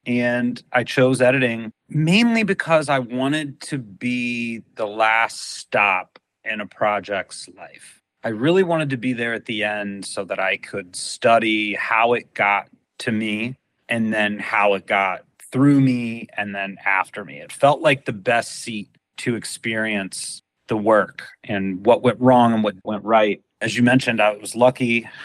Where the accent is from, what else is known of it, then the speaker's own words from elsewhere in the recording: Louisville, Kentucky, United States; As you mentioned, I grew up in Louisville, Kentucky, which is not a hotbed of filmmaking, but there were always projects coming through town.